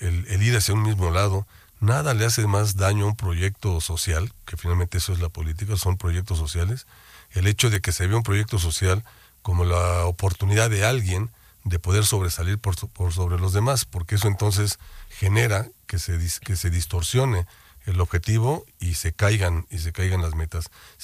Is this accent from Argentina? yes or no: no; Mexico; nos hermana como mexicanos